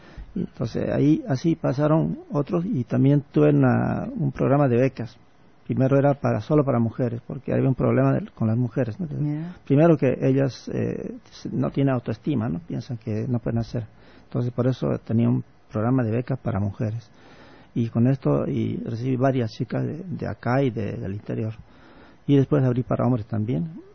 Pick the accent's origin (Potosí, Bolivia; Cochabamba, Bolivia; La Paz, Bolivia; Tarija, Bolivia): La Paz, Bolivia; born there; moved away as an adult; now in Santa Cruz, Bolivia; yo nací en Yungas. Yo soy hijo de madre soltera y, bueno, llegué a Santa Cruz de vacación.